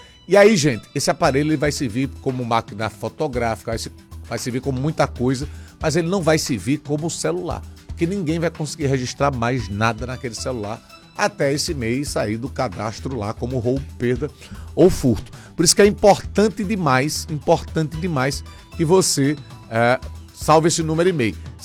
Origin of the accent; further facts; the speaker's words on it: Maceió, Alagoas, Brazil; Se eu pudesse escolher qualquer lugar do mundo para nascer, eu escolheria Maceió de novo. Eu amo a minha terra, amo, amo.